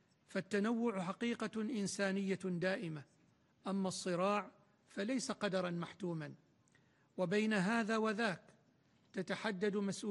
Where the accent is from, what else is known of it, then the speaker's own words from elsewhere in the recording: Oman; بلادي عمان